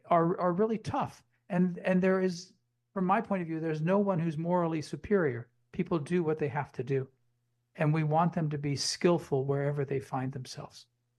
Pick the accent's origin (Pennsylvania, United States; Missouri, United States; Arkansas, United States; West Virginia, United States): Missouri, United States; when I was growing up in Northwest Missouri